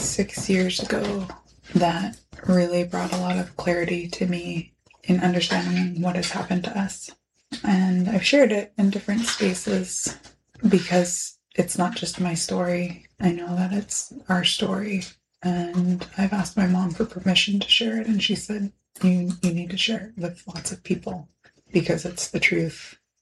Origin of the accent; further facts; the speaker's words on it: Unalakleet, Alaska, United States; I'm from Ungalakhlik, Unalakleet.